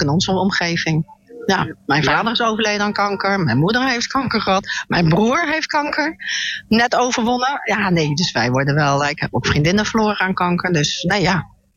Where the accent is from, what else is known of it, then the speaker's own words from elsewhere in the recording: Westervoort, Gelderland, Netherlands; Ja. Ja. We komen uit Westervoort.